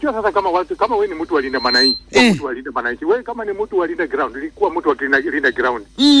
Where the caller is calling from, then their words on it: Kisumu, Kisumu County, Kenya; kutoka Kisumu.